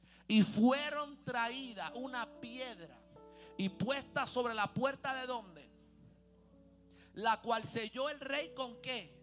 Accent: Panama; Pero en esta iglesia no somos puertorriqueños, somos panameños.

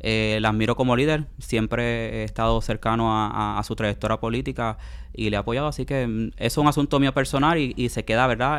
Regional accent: Caguas, Puerto Rico; donde yo nací y me crié, fueron unas parcelas que entregó en Caguas, Puerto Rico, el único alcalde PNP que ha tenido Caguas, el señor Vivoni

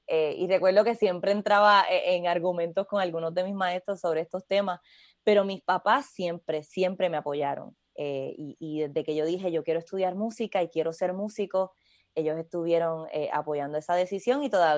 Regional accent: Caguas, Puerto Rico; born there; also born or lived in Vega Alta; Sí, nací en Caguas, pero cuando empecé a tocar el cuatro... yo vivía en Vega Alta

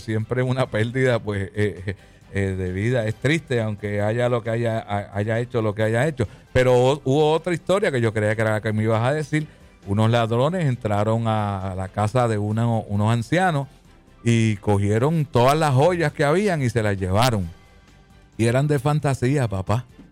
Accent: Río Grande, Puerto Rico; yo pues también me crié allí en Mameye, y le enviamos un saludo a toda esa gente buena de Río Grande.

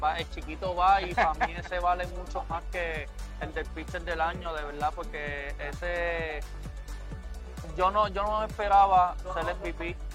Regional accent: San Juan, Puerto Rico; De verdad que yo no soy de allí, yo soy de San Juan, residencia de Puerta de Tierra.

